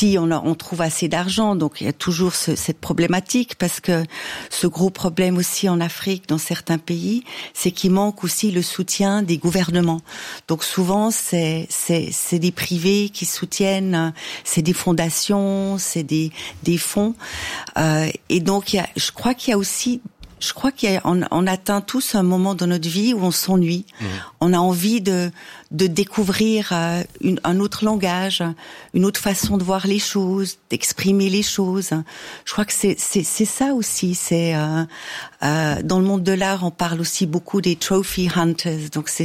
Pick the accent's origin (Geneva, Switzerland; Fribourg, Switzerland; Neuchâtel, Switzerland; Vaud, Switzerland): Neuchâtel, Switzerland; Malheureusement pas, alors que je suis de Neuchâtel.